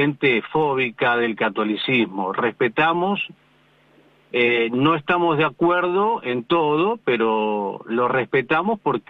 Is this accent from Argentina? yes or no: yes; Buenos Aires, Argentina; now in Luján, Argentina; Nosotros somos porteños, vivimos en Luján, pero somos porteños.